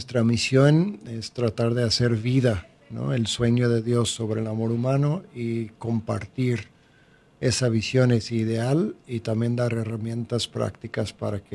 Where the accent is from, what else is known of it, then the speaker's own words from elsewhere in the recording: Louisiana, United States; now in Mexico; yo soy de Luisiana